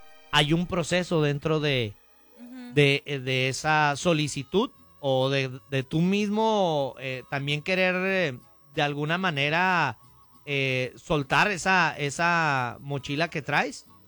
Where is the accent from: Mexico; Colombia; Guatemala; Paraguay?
Mexico; como mexicanos tenemos una cultura muy hermosa, muy bella